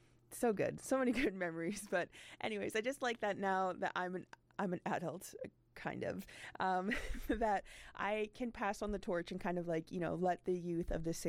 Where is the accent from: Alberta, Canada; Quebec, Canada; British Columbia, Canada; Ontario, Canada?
British Columbia, Canada; Prince George; I know for myself personally, like I born and raised in Prince George